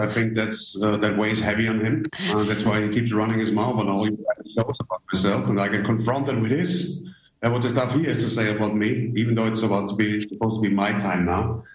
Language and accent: English; Austria; I grew up in Austria, which is just right next door, a proud European